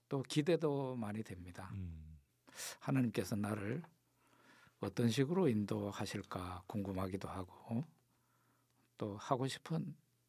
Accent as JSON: {"language": "Korean", "town": "Mungyeong", "region": "North Gyeongsang", "country": "South Korea", "tie": "born or raised there", "moved": "as an adult", "lives_now": "Pohang, South Korea", "said": "포항은 제 청년 시절에 이사를 왔고요. 그 전에 문경이 제 고향입니다."}